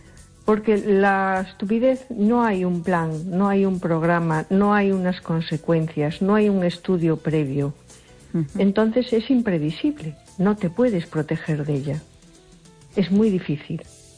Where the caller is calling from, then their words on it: A Coruña, Galicia, Spain; de Coruña.